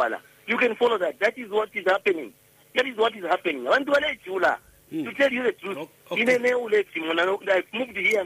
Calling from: Kitwe, Copperbelt, Zambia; Yeah, I'm calling from Kitwe.

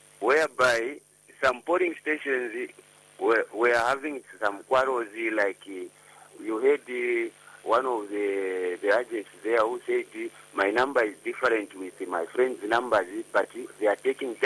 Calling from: Zambia

